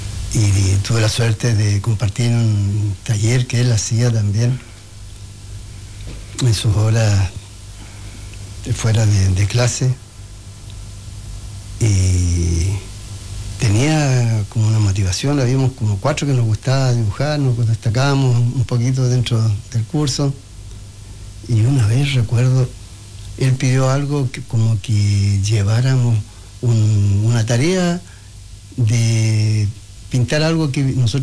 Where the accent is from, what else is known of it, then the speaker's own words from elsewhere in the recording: Los Sauces, Araucanía, Chile; yo nací en Los Sauces, esa es mi tierra natal